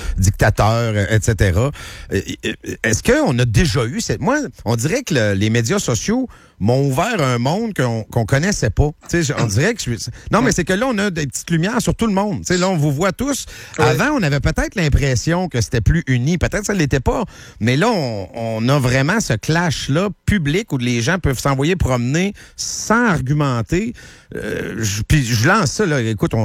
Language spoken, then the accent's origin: French; Quebec, Canada